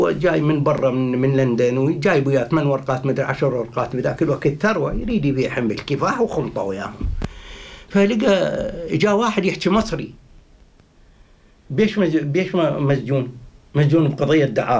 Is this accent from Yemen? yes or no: no; Iraq; also born or lived in Baghdad; وأنا مواطن عراقي